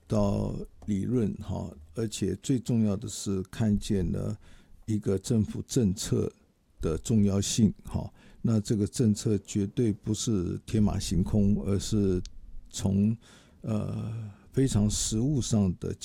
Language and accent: Chinese; Taiwan; 我这个从小在台湾出生长大的小孩啊，今年活到74了，